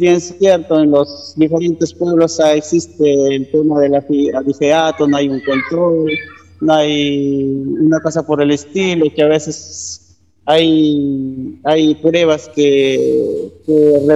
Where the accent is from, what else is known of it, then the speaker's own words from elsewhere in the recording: Ñaupe, Lambayeque, Peru; En el Ñaupe y sus anexos me conocen las personas